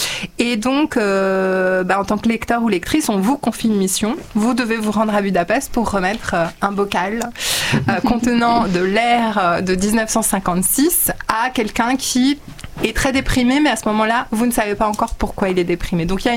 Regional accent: France; donc je suis née en France de parents hongrois.

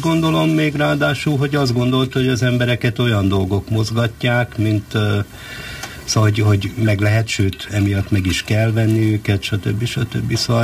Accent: Nyíregyháza, Szabolcs-Szatmár-Bereg, Hungary; born there

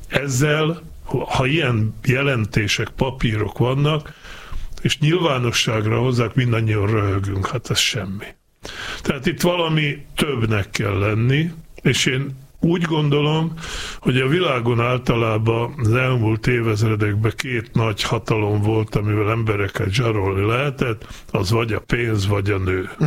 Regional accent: Balog nad Ipľom, Banská Bystrica Region, Slovakia; az én szülőfalumtól, Ipolybaloktól 7 kilométer

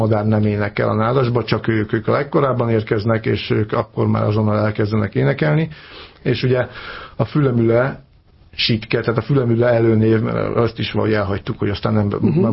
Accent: Hungary; amikor még én kisgyerekként Rócsán úgymond gyerekeskedtem

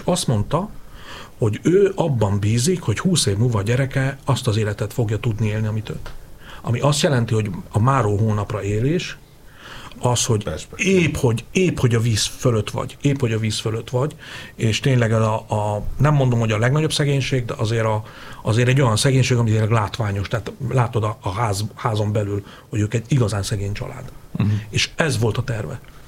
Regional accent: Hungary; Hogy ennyit ott egyfelől vidéken születtem, ebben nőttem fel, tehát én nagyon jól látom.

